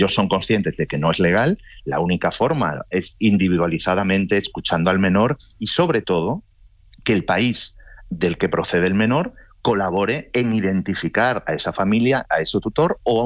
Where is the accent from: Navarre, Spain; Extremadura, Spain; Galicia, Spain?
Galicia, Spain; Yo soy gallego, el Partido Popular lleva 40 años gobernando en Galicia.